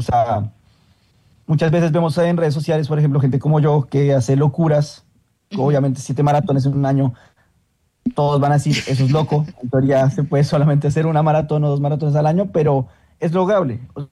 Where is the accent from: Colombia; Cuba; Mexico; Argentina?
Colombia; Bogotá; yo que soy rolo, obviamente en Bogotá, conocido como la nevera, no tenemos tanto calor ni tampoco tanta humedad